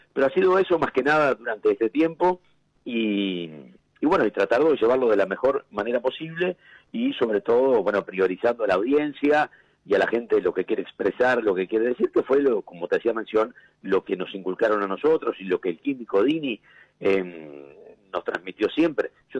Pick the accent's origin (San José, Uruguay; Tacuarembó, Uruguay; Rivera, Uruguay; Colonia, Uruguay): Tacuarembó, Uruguay; born there; moved away as an adult; now in Montevideo, Uruguay